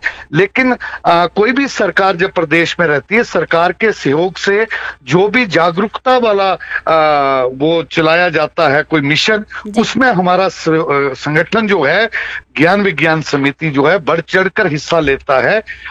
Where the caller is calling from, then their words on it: Yol, Himachal Pradesh, India; मैं योल कैंट का रहने वाला हूँ